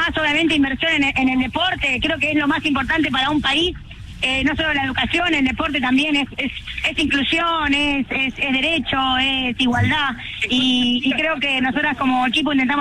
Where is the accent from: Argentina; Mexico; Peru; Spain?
Argentina